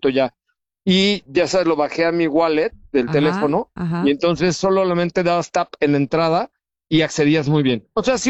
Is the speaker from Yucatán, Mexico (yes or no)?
yes; Yucatán, Mexico; mi cabeza no entraba porque soy yucateco